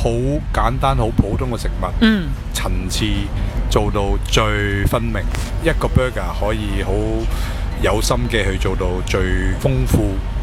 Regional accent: Hong Kong

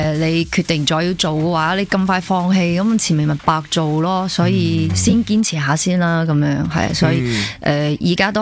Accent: Yingde, Guangdong, China; 包括我哋老家清遠英德啊，即係我老豆老母以前係流鐵礦嘅咁樣

